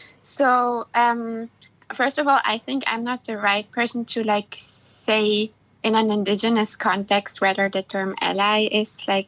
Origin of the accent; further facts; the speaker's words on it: Trentino-Alto Adige, Italy; And I'm originally from South Tyrol, which is in the north of Italy. It's a German minority.